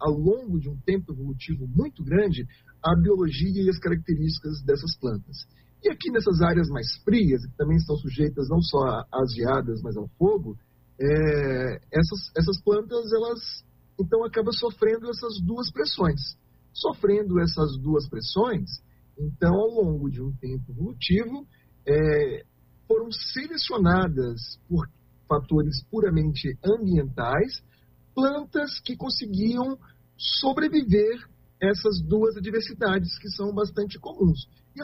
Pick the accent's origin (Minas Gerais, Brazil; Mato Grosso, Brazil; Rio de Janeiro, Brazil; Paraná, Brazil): Minas Gerais, Brazil; Uberlândia; born there; moved away as an adult; also born or lived in Tocantins; now in Botucatu, Brazil; eu cresci em áreas de Cerrado, mas associadas ao Brasil Central. Então, eu vivi parte da minha infância no Tocantins, depois cresci em Uberlândia. Todas essas áreas são áreas de Cerrado